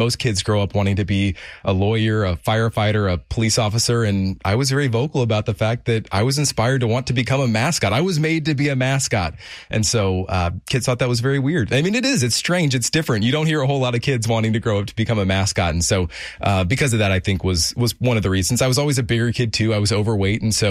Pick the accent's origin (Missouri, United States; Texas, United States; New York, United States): Missouri, United States; Kansas City; I'm born and raised in Kansas City, and the mascot for the Chiefs actually came to my elementary school when I was young.